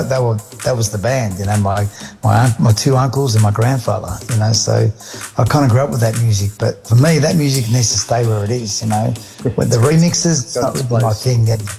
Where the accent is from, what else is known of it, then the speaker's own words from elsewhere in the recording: Albania; I'm from the Balkans. I'm Albanian.